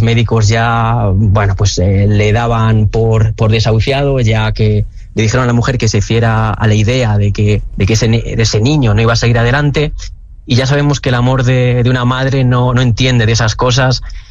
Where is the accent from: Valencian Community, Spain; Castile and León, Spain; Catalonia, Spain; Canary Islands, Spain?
Castile and León, Spain; Alcañices; Por ejemplo, mi pueblo de Alcañices está a 100 kilómetros